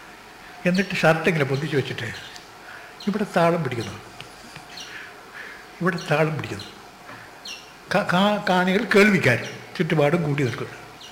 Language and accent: Malayalam; Kozhikode, Kerala, India; born there